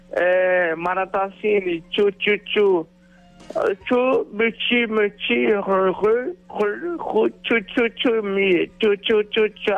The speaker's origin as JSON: {"language": "Portuguese", "country": "Brazil", "said": "Porque eu sou brasileiro."}